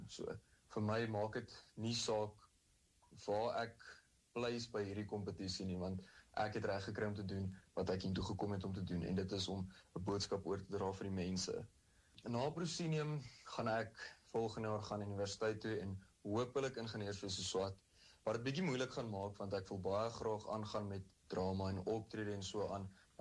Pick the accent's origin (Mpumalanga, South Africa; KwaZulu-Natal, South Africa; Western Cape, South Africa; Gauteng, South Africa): Gauteng, South Africa; Randfontein; Ek's 18 jaar oud en ek's van Randfontein af, dis 'n dorpie baie naby aan Johannesburg.